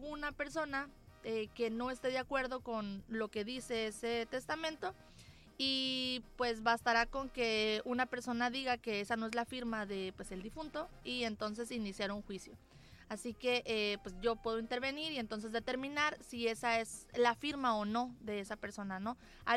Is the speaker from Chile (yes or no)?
no; Mexico; Como ciudadanos, como mexicanos